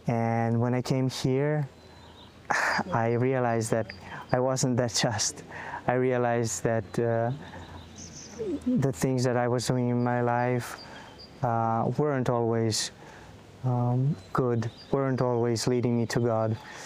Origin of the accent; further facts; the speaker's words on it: Croatia; moved away as an adult; now in Italy; I come from Croatia. I'm 25 years old.